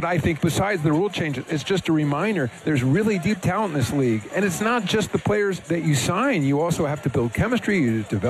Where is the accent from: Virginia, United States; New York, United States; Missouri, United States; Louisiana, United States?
New York, United States; I'm a New Yorker